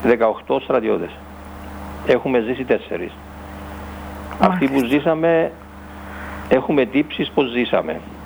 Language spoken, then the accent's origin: Greek; Kythrea, Nicosia District, Cyprus; moved away; Εγώ είμαι από την Κυθρέα, ένα χωριό το οποίο είναι 8 χιλιόμετρα από τη Λευκοσία, στον Πενταδάχτυλο, εκεί που είναι η περιβόητη τουρκική σημαία πάνω.